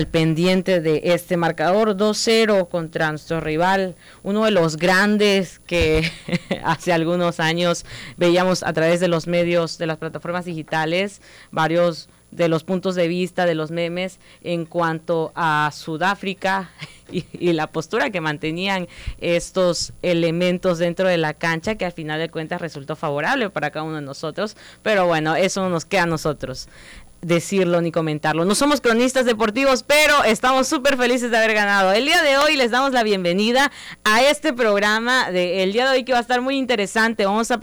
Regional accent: Nacajuca, Tabasco, Mexico; que somos de Nacajuca, orgullosamente de Nacajuca.

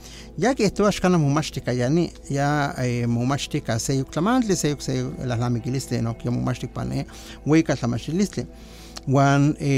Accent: Veracruz, Mexico; now in Xalapa, Mexico; Nosotros somos de la Huasteca, de la zona norte del estado, pero llevamos años aquí en Jalapa. Jalapa nos adoptó y seguimos acá y seguiremos acá, ¿no?

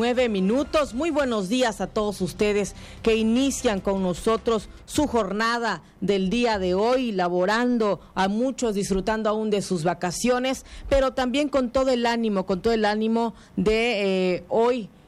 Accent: Tabasco, Mexico; es parte esencial de lo que somos como tabasqueños.

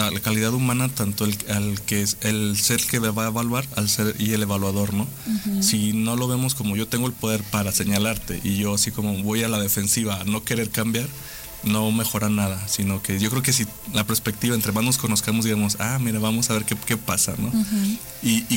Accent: Mexico

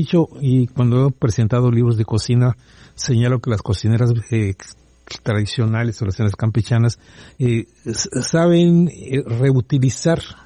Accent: Mérida, Yucatán, Mexico; yo soy de Santana

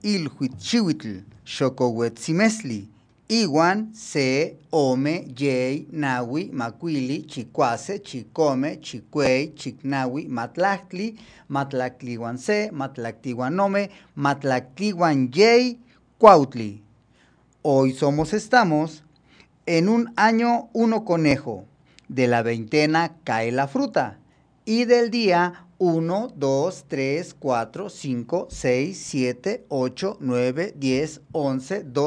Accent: Mexico

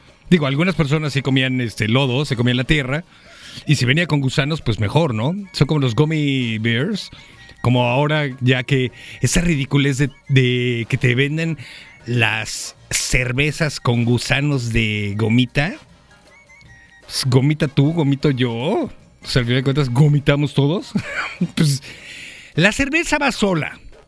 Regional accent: Mexico

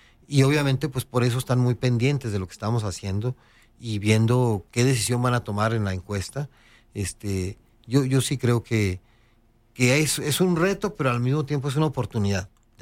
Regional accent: Chihuahua, Mexico; los chihuahuenses vamos a estar a recibir muchas encuestas de todo tipo.

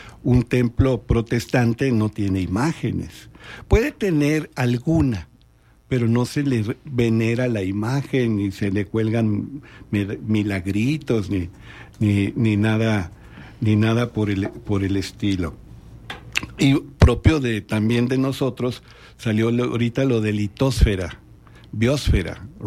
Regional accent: Mexico; la pronunciación que nosotros usamos como mexicanos

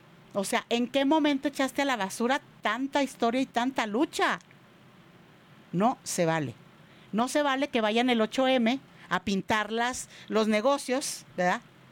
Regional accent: Zacatecas, Mexico; moved away; ahí en mi tierra, Zacatecas.

